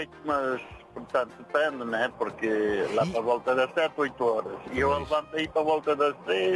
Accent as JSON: {"language": "Portuguese", "country": "Mozambique", "tie": "born there", "also_born_or_lived": "Montepuez, Cabo Delgado / Maputo", "moved": "yes", "said": "Sou moçambicano."}